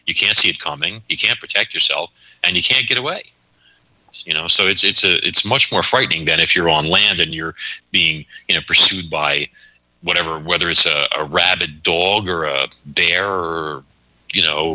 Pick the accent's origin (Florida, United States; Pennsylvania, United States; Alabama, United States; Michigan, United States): Pennsylvania, United States; Philadelphia; also born or lived in Brooklyn; But we moved to Philadelphia when I was like, you know, 3 or 4 years old. So I grew up in Philly.